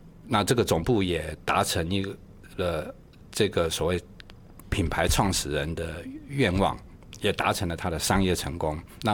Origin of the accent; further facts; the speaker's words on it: Taiwan; now in Mainland China; 因为我是台湾人嘛